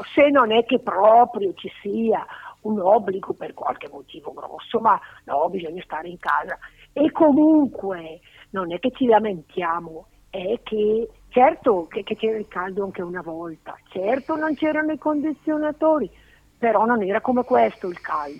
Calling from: Rovato, Lombardy, Italy; da Rovato.

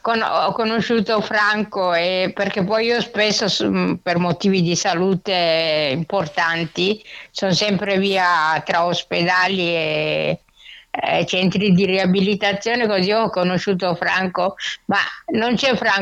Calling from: Brescia, Lombardy, Italy; Non sono di Brescia, cioè sono di Brescia ormai da 50 anni.

